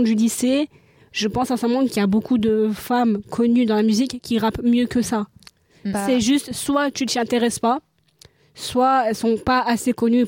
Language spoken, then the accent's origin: French; France; Non, on a de partout, en vrai, mais c'est juste que vu qu'on est français, on va plus s'y attendre.